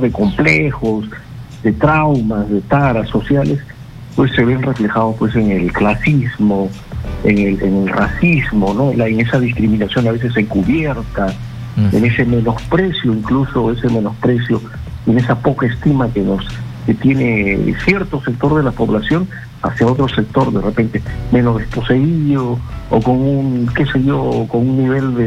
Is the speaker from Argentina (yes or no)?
no; Peru; por qué somos los peruanos tan desunidos